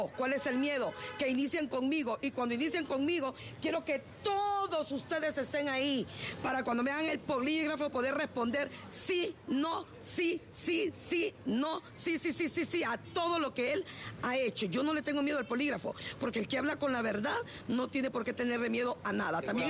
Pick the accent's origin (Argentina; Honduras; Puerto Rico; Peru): Honduras; no solo vengo como política, como profesional, como hondureña, vengo también como madre